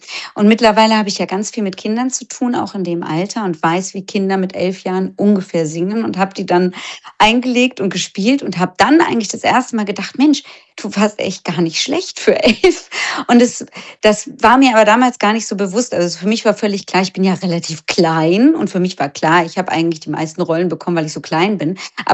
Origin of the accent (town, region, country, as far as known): Hamburg, Germany